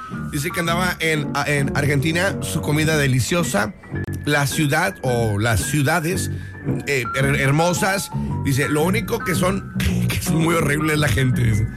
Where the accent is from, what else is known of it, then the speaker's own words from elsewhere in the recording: Mexico; Somos mexicanos y tenemos nuestras características y somos honrados de ser quien somos